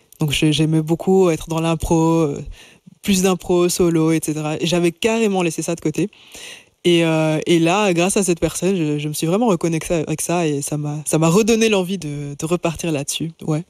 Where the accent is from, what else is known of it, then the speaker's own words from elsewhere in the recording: Liège, Wallonia, Belgium; now in Brussels, Belgium; parce que maintenant, de base, je suis liégeoise, mais je dois avouer que j'aime beaucoup Bruxelles.